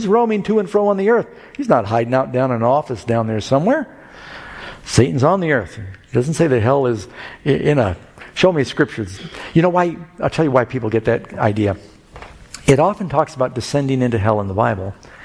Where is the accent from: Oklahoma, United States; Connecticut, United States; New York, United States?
New York, United States; New York City; When I grew up in New York City, we'd walk out of our apartment. We had an incinerator.